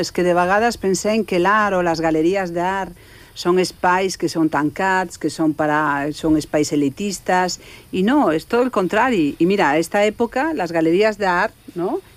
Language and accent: Catalan; A Coruña, Galicia, Spain; Catalan is a second language; also born or lived in Madrid / Paris; now in Barcelona, Spain; Jo m'he format a París, sí. Jo sóc gallega i de Galícia, jo sóc de la Coruña, i de Coruña he anat a Madrid. He viscut el Madrid de los 80, no? I després m'he anat a París, no?